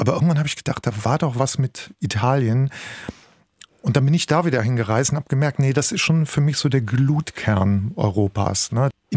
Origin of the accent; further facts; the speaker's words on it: Bergisch Gladbach, North Rhine-Westphalia, Germany; Ich komme aus Bergisch Gladbach. Meine Eltern hatten nicht so wahnsinnig viel Geld, SPD-Mitglieder.